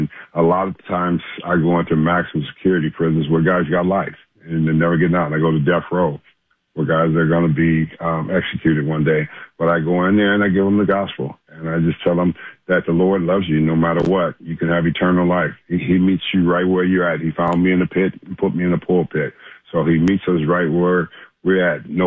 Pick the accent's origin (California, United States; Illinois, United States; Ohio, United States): California, United States; Los Angeles; And because I'm born and raised in South Central, I know how to defend myself.